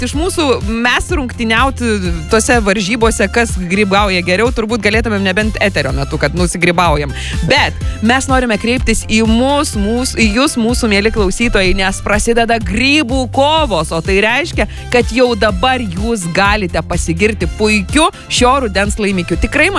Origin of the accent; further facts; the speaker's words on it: Dzūkija, Lithuania; Aš, pavyzdžiui, aš esu dzūkė